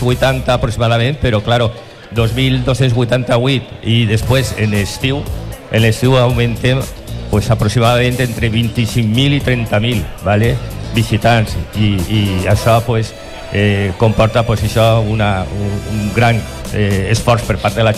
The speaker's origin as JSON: {"language": "Catalan", "town": "El Perelló", "region": "Catalonia", "country": "Spain", "said": "i a on vas, quan dius, d'on eres? Del Perelló."}